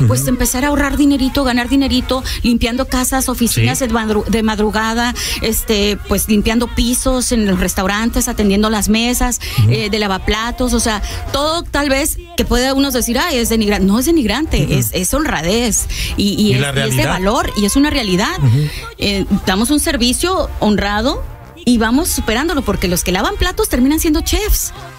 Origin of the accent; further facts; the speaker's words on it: Mexico; moved away as an adult; now in United States; Soy recién emigrada de México y te voy a explicar.